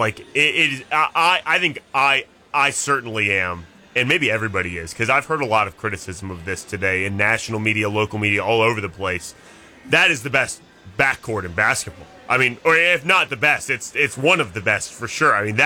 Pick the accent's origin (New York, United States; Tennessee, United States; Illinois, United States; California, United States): Tennessee, United States; Memphis; I'm from Memphis.